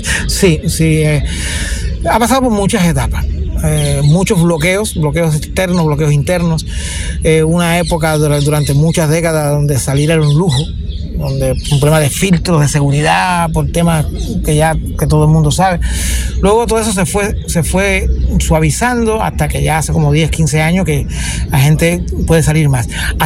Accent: Cuba; yo soy un cubano de a pie que quiere que su país funcione de alguna manera mejor

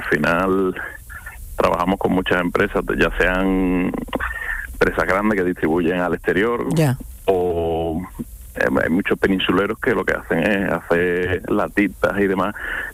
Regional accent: Seville, Andalusia, Spain; Pues yo soy de Sevilla, nosotros de Sevilla.

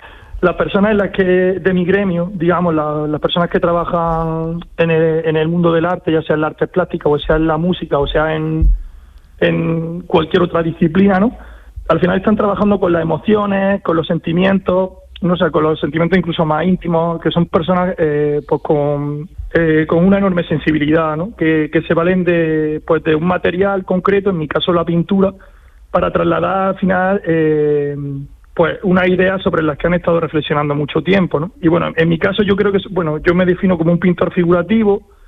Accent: Andalusia, Spain; O sea que yo siempre que sea en Andalucía sé que voy a pasármelo bien, porque estoy en casa, ¿no? Y me siento arraigado a mi tierra

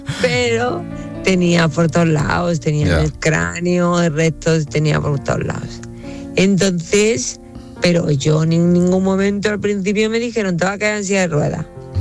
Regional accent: Spain; pues soy española.

